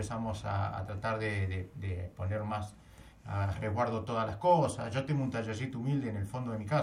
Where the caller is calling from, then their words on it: Quequén, Buenos Aires Province, Argentina; yo vivo en Quequén, uh-huh. En la 529